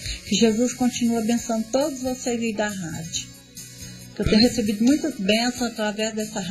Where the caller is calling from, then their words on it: Piumhi, Minas Gerais, Brazil; eu sou da cidade de Piuí.